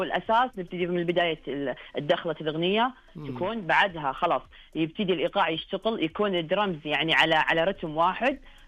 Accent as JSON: {"language": "Arabic", "area": "Al-Ahsa", "region": "Eastern Province", "country": "Saudi Arabia", "said": "عندنا بالحسة هنا"}